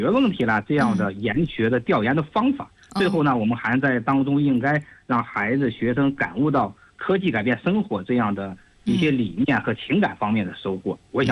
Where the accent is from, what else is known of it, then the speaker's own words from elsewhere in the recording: China; 还诞生了我们中国人自己这个设计建造的这个第一条铁路